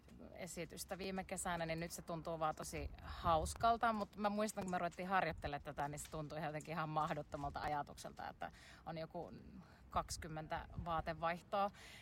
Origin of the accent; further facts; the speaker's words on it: Kitee, North Karelia, Finland; moved away; Olen itse Kiteeltä. Alun perin mun äiti asuu siellä edelleen, joten aina lomilla käydään paljon siellä